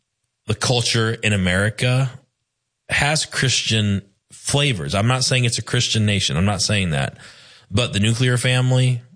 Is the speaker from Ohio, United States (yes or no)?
yes; Ohio, United States; I grew up in Ohio.